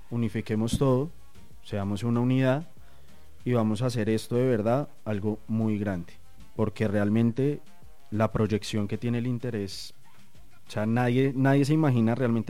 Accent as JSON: {"language": "Spanish", "region": "Bogotá", "country": "Colombia", "tie": "born there", "said": "yo nací acá en Bogotá."}